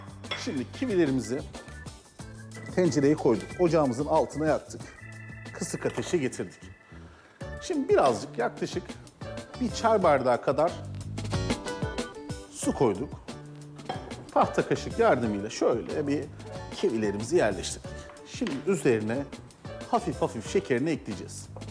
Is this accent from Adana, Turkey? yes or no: yes; Adana, Turkey; Ben Adanalıyım biliyorsunuz. Babam çocukluğunu karpuz bahçelerinde, karpuz tarlalarında geçirmiş.